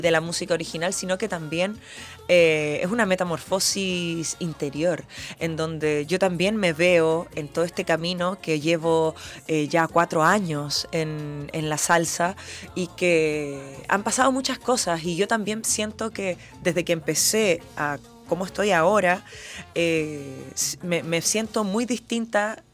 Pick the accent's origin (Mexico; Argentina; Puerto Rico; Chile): Chile